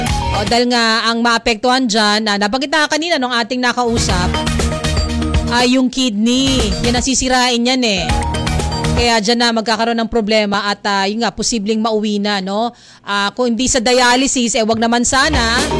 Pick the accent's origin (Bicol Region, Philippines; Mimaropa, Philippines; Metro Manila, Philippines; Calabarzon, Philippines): Metro Manila, Philippines; Marikina; Dahil ako po, kung hindi nyo na itatanong, eh taga Marikina City ako.